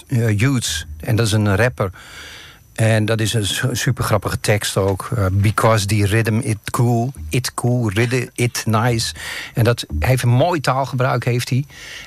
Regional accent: Vaassen, Gelderland, Netherlands; Ik kom zelf niet uit Apeldoorn. Mm-hmm. Ik kom uit Vaassen dan.

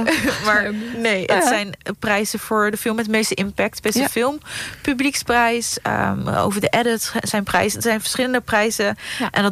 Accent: Apeldoorn, Gelderland, Netherlands; Voornamelijk omdat ik zelf uit Apeldoorn kom.

